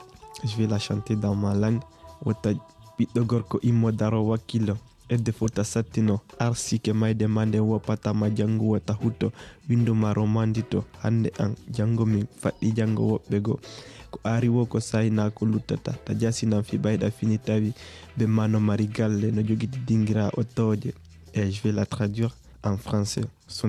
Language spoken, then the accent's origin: French; Guinea; now in France; Je viens de la République de Guinée.